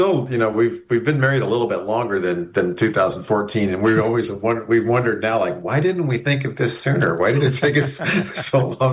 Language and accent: English; Missouri, United States; moved away as an adult; now in Fayetteville, Arkansas, United States; I ended up growing up just barely over in Southwest Missouri, but we always made the treks back and forth. And then we relocated here in 2014.